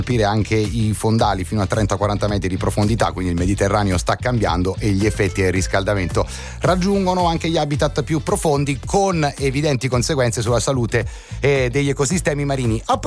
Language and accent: Italian; Pompei, Campania, Italy; born there; No, amore mio, sono nato a Pompei e lì il mare non c'è.